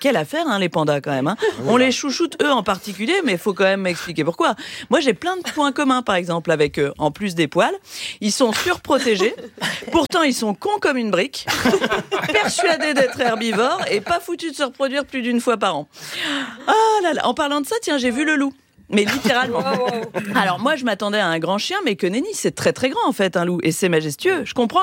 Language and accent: French; Hauts-de-France, France; Normal, je viens du Nord, c'est pour ça.